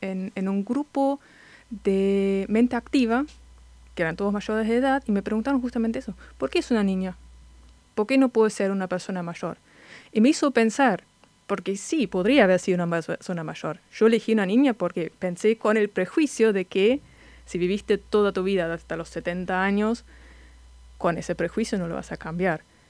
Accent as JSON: {"language": "Spanish", "country": "Germany", "second_language": "Spanish", "moved": "as an adult", "lives_now": "Argentina", "said": "soy querés. De Alemania."}